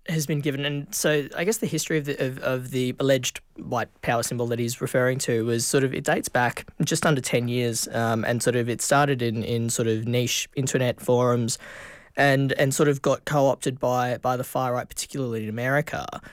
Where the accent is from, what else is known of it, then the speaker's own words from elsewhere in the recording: Australia; we're all equally qualified to get on board because we're all Australian. We're all having fun.